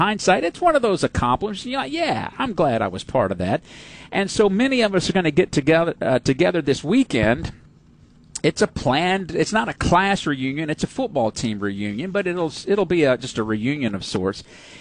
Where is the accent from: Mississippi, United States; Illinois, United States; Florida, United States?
Mississippi, United States; Louisville; moved away; my hometown of Louisville, Mississippi.